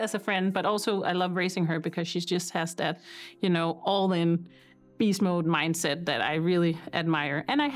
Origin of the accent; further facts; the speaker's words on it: Copenhagen, Capital Region of Denmark, Denmark; I am 33 years old and I am from Copenhagen, Denmark.